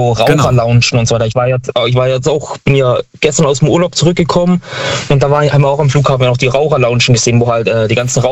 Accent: Stuttgart, Baden-Württemberg, Germany; Okay, bei uns in Stuttgart an den Haltestellen ist ja eh, wer mit der S-Bahn fährt und so weiter, da auch mit der Stadtbahnhaltestelle

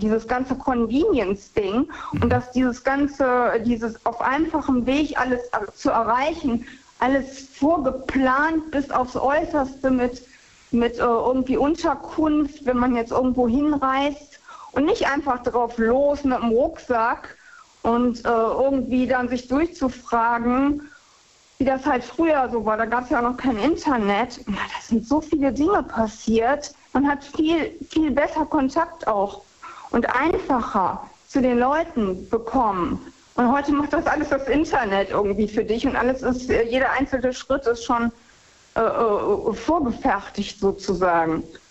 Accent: Germany; moved away; Und ich war auch immer froh, wenn man mich im Ausland niemals als Deutsche identifiziert hat und immer, Amerikanerin oder Holländerin oder irgendwas.

